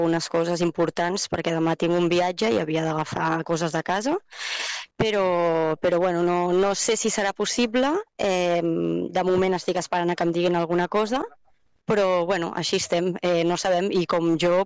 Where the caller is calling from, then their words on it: Catalonia, Spain; jo fa poquet soc veïna del Farell, ara farà un any